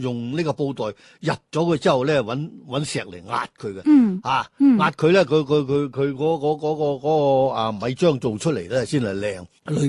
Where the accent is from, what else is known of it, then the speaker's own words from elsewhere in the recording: Guangdong, China; 我哋广东人